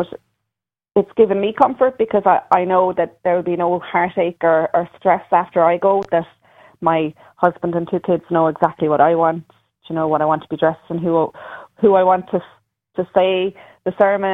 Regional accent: Ireland

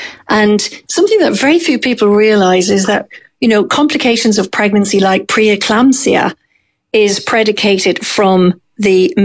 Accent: Ireland; as an Irish population

